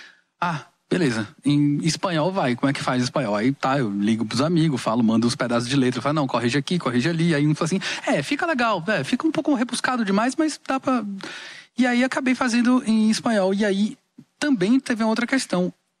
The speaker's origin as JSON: {"language": "Portuguese", "region": "Bahia", "country": "Brazil", "accent": "Bahian", "said": "os meus amigos falam que eu tô perdendo o sotaque de baiano, eu fico triste e volto pra cá arrastando mais."}